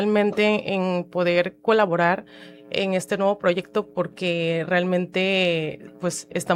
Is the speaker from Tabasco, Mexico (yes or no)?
yes; Macuspana, Tabasco, Mexico; soy del poblado Aquiles Cerdán, Macuspana, Tabasco.